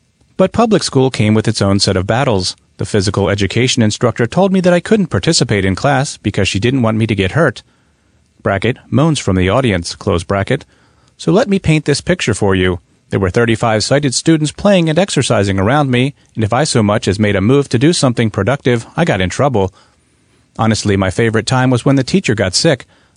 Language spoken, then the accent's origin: English; Paterson, New Jersey, United States; born there; I was born in Paterson, New Jersey, and at the time I was a healthy little boy.